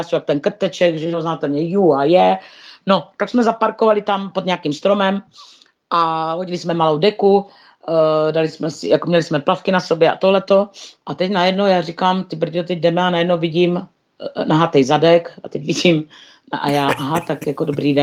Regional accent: Moravia, Czechia; A říkají, odkud jste, vy máte, já říkám, no z Moravy. My vždycky, když jsme řekli s Pájou, že jsme z Moravy

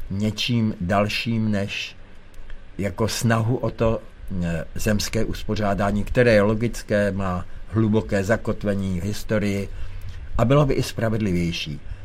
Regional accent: Moravia, Czechia; když jsem Moravan, ne Čech. Moje vlast je Morava a žádné Čechy a už vůbec ne.

